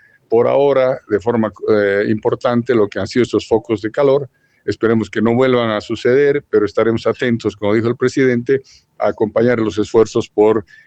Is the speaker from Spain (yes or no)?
no; Tarija, Bolivia; Somos también tarijeños